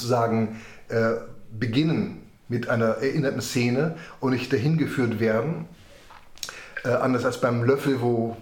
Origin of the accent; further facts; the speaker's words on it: Berlin, Germany; Ich hatte sozusagen als Berliner Balkonbesitzer von Unkrautbekämpfung gar keine Ahnung